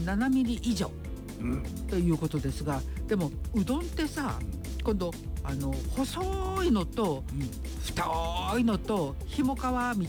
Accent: Hiroshima, Japan; now in Mito, Japan; あ、私やっぱり広島育ちだから、

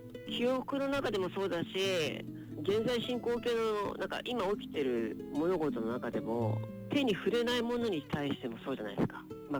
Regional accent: Ibaraki, Japan; 自分自身茨城町の出身なので

